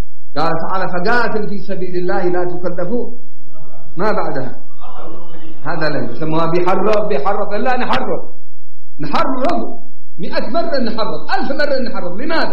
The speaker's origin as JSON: {"language": "Arabic", "country": "Yemen", "said": "عندنا في اليمن"}